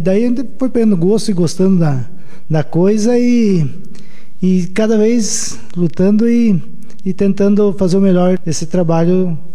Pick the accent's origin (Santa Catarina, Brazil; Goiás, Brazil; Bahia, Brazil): Santa Catarina, Brazil; São José do Cedro; born there; moved away as an adult; also born or lived in Foz do Iguaçu; now in São José do Cedro, Brazil; Eu nasci em São José de Cedro e fiquei um tempo fora